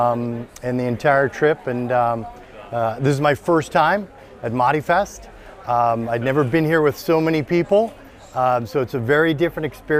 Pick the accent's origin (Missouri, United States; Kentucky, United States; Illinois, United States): Illinois, United States; Chicago; I'm from Chicago, Illinois.